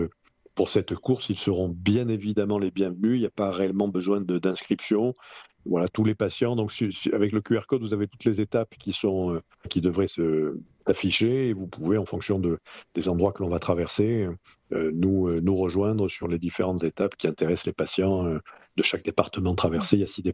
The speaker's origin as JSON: {"language": "French", "town": "Marseille", "region": "Provence-Alpes-Côte d'Azur", "country": "France", "tie": "born or raised there", "moved": "as an adult", "lives_now": "Perpignan, France"}